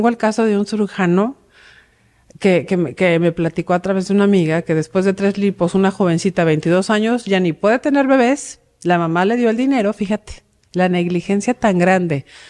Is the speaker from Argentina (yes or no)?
no; Mexico; me gusta ser mexicana, soy mexicana, americana, pero amo mi raza, mi gente, mi pueblo